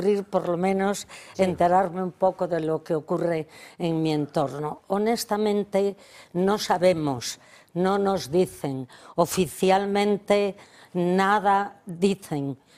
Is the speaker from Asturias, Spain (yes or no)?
no; Galicia, Spain; yo recuerdo de niña con qué alegría, pues cuando entonces en Galicia, en mi tierra